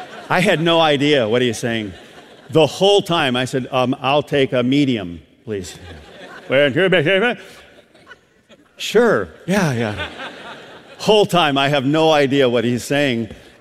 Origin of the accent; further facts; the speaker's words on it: the North, United States; moved away; Now, I grew up in the North, okay, where we speak much more proper English, okay?